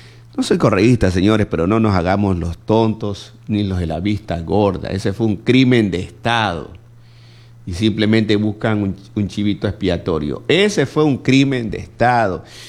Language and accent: Spanish; Ecuador